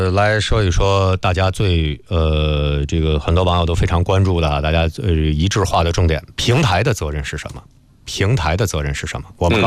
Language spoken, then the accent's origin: Chinese; China